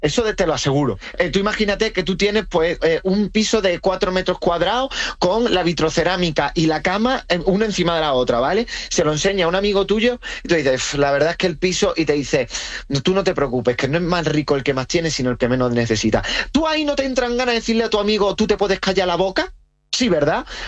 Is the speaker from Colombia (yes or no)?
no; Rincón de la Victoria, Andalusia, Spain; cuando me bajo a mi pueblo, Rincón de la Victoria, Málaga